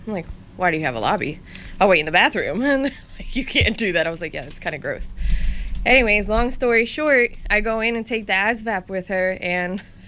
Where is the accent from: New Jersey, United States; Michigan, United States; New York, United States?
New Jersey, United States; North Brunswick; also born or lived in California; I was born in California, but raised in North Brunswick, New Jersey. I usually tell people, since I have the accent and the attitude, that's it.